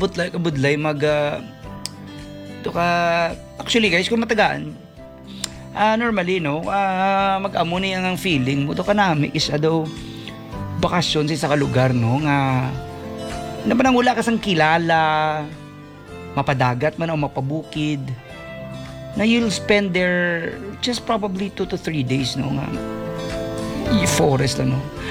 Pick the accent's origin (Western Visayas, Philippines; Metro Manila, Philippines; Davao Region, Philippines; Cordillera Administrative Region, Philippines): Metro Manila, Philippines; Pasay; moved away; also born or lived in Parañaque / Cebu; I was born in Parañaque, lumaki ako ng Pasay or Electrical Road. I'm a pure Tagalog.